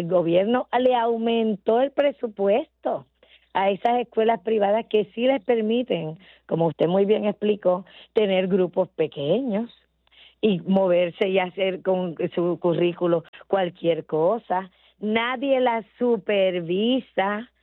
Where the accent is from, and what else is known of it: Puerto Rico